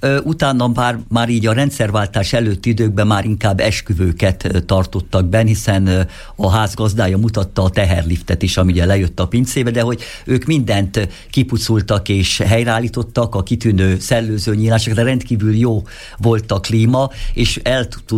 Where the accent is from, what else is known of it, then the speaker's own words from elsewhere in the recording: Sopron, Győr-Moson-Sopron, Hungary; mint soproni polgár